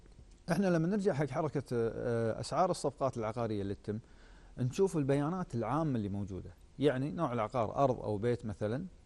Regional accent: Kuwait; عندنا بالكويت

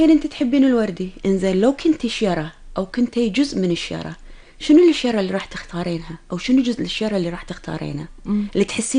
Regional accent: Kuwait; عندنا بالكويت

